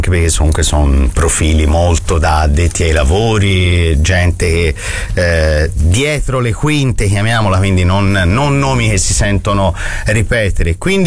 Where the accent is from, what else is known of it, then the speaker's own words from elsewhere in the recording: Florence, Tuscany, Italy; io sono di Novoli, di Rifredi